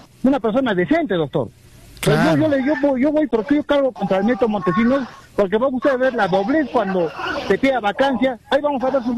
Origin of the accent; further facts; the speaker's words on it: Arequipa, Peru; Arequipa, yo crecí en la casa de mi abuela, mi bisabuela, que es arequipeña